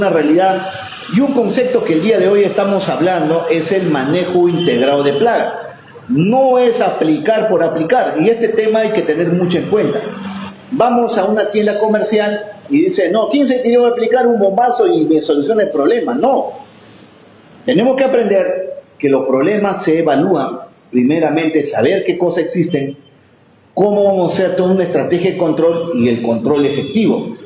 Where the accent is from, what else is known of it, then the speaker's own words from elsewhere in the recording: Pichanaki, Junín, Peru; moved away as an adult; regresar a mi pueblo, acá, bueno, he estado en Pucallpa también un tiempo